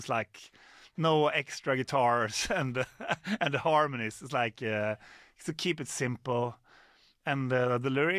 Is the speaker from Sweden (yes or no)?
yes; Falköping, Västra Götaland, Sweden; So I'm from Falköping